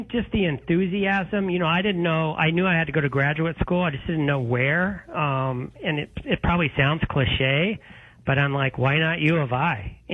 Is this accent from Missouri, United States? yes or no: no; Charleston, Illinois, United States; I grew up in Charleston